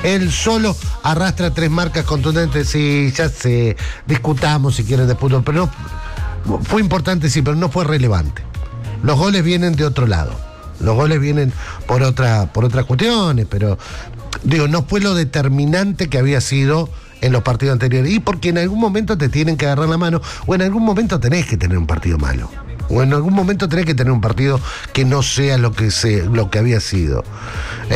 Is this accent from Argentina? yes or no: yes; Argentina; Acordate cómo somos los argentinos.